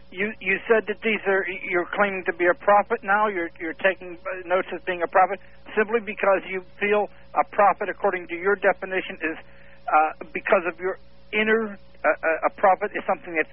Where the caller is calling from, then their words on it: St. Augustine, Florida, United States; St. Augustine.